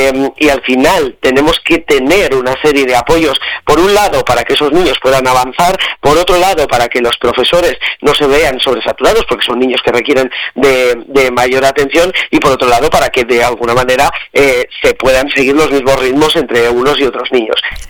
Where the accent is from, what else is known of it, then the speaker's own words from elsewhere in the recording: Palencia province, Castile and León, Spain; aquí en Palencia.